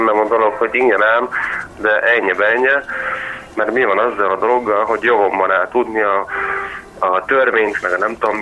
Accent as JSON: {"language": "Hungarian", "town": "Esztergom", "region": "Komárom-Esztergom", "country": "Hungary", "tie": "born there", "said": "93-ban Esztergomorra születtem"}